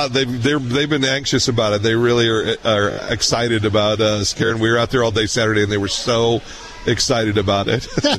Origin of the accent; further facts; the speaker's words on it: Indian Hills, United States; Well, growing up in Indian Hills, the fun part was as you were a kid, when we first moved there, there was not even houses across the street.